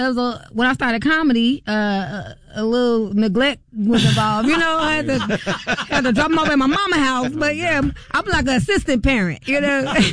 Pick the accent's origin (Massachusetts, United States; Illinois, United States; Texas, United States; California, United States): Illinois, United States; Chicago; Southside, born and raised